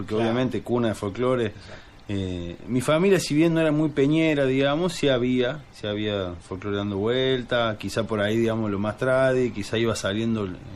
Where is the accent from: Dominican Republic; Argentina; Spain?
Argentina; Salta; moved away as an adult; now in Córdoba, Argentina; Soy salteño, me fui a vivir a Córdoba, capital, hace 17 años ya.